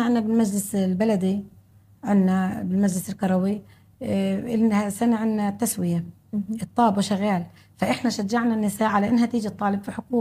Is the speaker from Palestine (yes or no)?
yes; Duma, West Bank, Palestine; دومة بلدي وقريتي